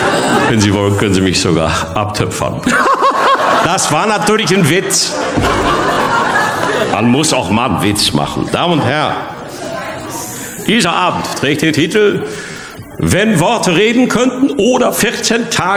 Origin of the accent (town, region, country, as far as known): Bochum, North Rhine-Westphalia, Germany